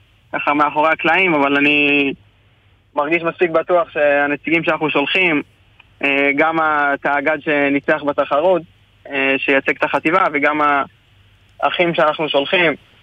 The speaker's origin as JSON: {"language": "Hebrew", "town": "Jerusalem", "region": "Jerusalem District", "country": "Israel", "said": "אני מירושלים, אני בן 22"}